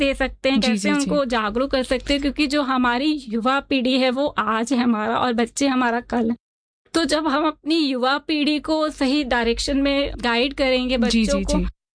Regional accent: Kanpur, Uttar Pradesh, India; और मैं basically UP Kanpur की रहने वाली हूँ.

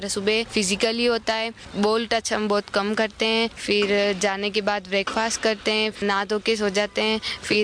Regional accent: Chittorgarh, Rajasthan, India; मैं चित्तौड़गढ़ से हूँ।

